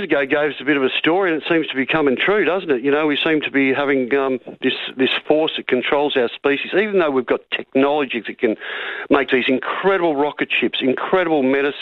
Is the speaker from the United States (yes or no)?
no; Australia; that's my honest opinion as an Australian, Tony